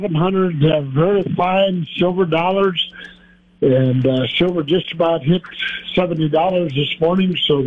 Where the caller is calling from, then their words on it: Orange City, Iowa, United States; I'm from Orange City, Iowa.